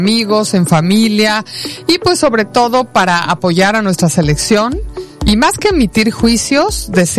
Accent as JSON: {"language": "Spanish", "country": "Mexico", "said": "si algo nos caracteriza como mexicanos es el entusiasmo."}